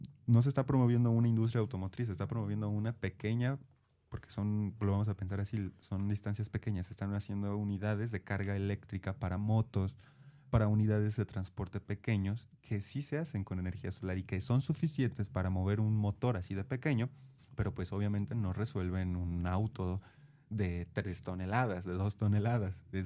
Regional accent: Mexico; a nosotros como mexicanos

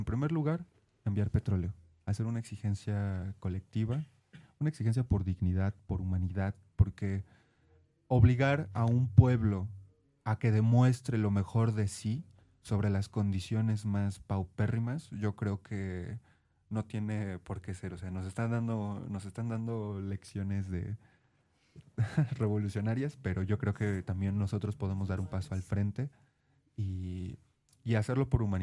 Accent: Mexico; a nosotros como mexicanos

